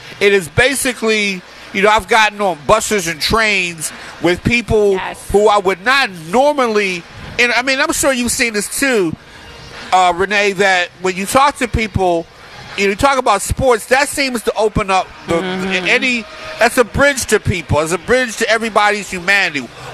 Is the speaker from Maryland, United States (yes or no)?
yes; Baltimore, Maryland, United States; now in Philadelphia, United States; Even when I grew up in Baltimore